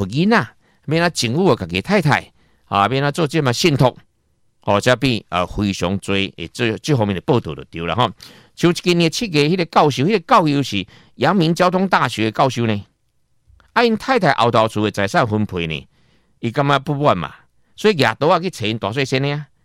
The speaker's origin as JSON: {"language": "Chinese", "country": "Taiwan", "said": "我们台湾人"}